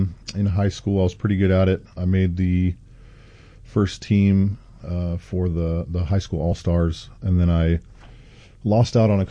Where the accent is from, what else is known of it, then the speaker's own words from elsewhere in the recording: San Diego, California, United States; also born or lived in Adelanto; Yeah, I was born in Adelanto at an Air Force base. It was in the high desert of Southern California, and then moved to San Diego when I was very, very young.